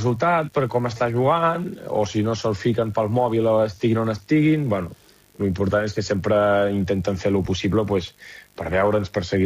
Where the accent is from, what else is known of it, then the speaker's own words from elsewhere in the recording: Vic, Catalonia, Spain; Pam, és normal, jo soc de Vic, què vols, fill meu?